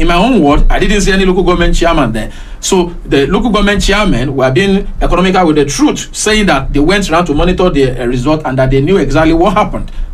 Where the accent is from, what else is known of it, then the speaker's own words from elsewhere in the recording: Nigeria; I am from Yusowopo too.